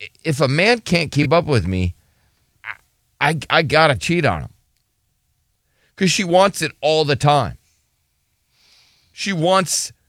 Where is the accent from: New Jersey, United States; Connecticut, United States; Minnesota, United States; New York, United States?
Minnesota, United States; You know, I'm from Minnesota.